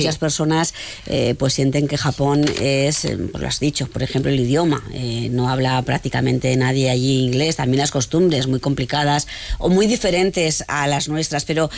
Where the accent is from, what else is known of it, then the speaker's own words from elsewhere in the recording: La Rioja, Spain; Pues somos riojanos, ¿eh?